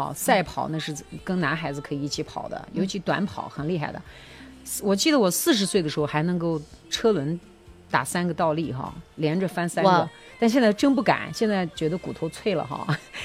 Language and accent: Chinese; Xinjiang, China; 我们新疆人的情怀